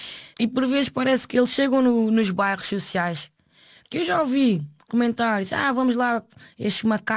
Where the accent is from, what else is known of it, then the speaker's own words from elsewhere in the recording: Portugal; eu estudei, eu cresci aqui, é o país onde eu nasci